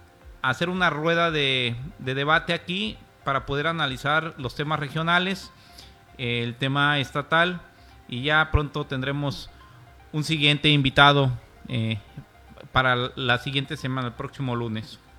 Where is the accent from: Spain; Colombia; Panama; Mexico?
Mexico; como mexicanos lo debemos estar